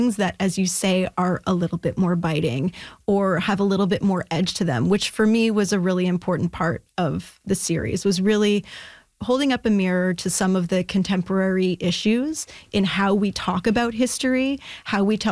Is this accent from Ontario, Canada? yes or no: yes; Ottawa, Ontario, Canada; I'm actually from Ottawa originally